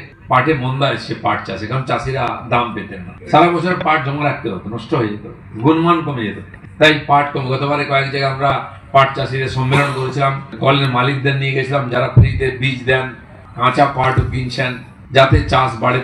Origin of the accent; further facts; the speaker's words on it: Medinipur, West Bengal, India; born there; আমি আমার গ্রামে দেখেছি মেদিনীপুরে শন চাষ হতো